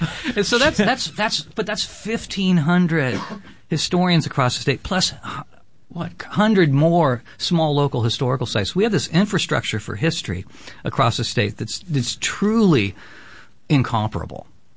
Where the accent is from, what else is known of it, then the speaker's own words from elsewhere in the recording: California, United States; because I grew up in California with Father Sarah, Jimper Sarah, and it was now been canonized.